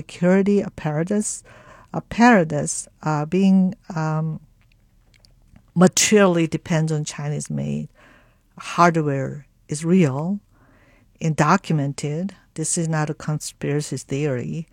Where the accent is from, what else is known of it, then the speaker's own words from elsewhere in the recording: South Korea; now in United States; And I'm from South Korea.